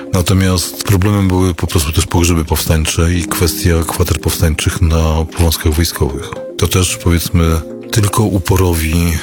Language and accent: Polish; Warsaw, Masovian Voivodeship, Poland; Ja wiedziałem jako historyk warszawiak, na co się porywam.